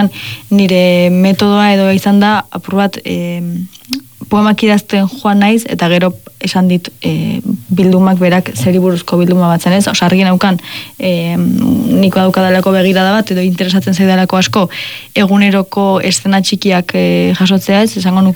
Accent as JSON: {"language": "Basque", "country": "Spain", "tie": "born or raised there", "lives_now": "San Sebastián, Spain", "said": "bizi ginen herrian askoriatzen, ni jaio nintzen herrian, ardi pila badaude, pues, eta guke ikastetxeko leiotik ere ardiak eta behiak eta ikusten genituen, eta izan da oso nire paisaiaren parte. Eta Donostiara etorri nintzenean, ba, galdu egin nuen paisaia hori"}